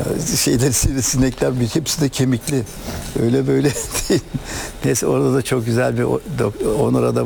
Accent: Kocaeli, Turkey; Kocaeli hemşerim.

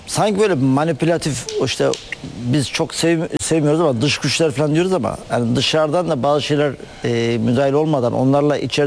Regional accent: Manisa, Turkey; benim Manisalıyım

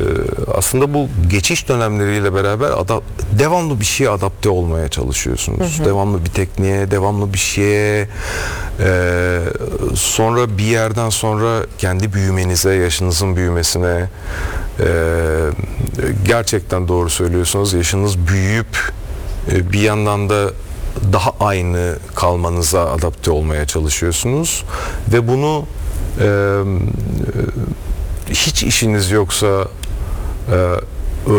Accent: Milas, Muğla, Turkey; now in Bodrum, Turkey; Evet, ben Milaslıyım gerçi, Milas doğumluyum ama.

